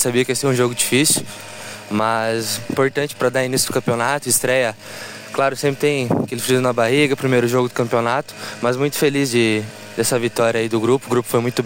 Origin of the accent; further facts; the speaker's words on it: São Jorge do Oeste, Paraná, Brazil; Sou de São Jorge do Oeste, cidade aqui próxima.